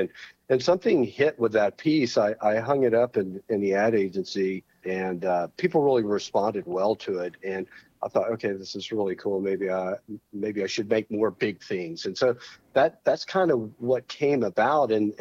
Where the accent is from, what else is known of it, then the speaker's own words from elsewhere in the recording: Houston, Texas, United States; I grew up in Houston. I am the son of a bull rider and a ballerina.